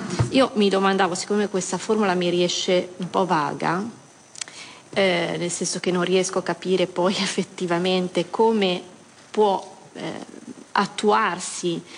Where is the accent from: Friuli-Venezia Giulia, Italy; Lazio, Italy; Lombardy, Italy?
Lombardy, Italy; io lo dico da lombarda